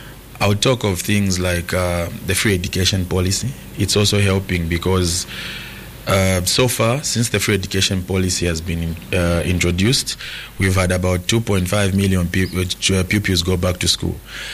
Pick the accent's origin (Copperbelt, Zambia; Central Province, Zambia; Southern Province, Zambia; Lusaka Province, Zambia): Lusaka Province, Zambia; Lusaka; I come from Roma constituents.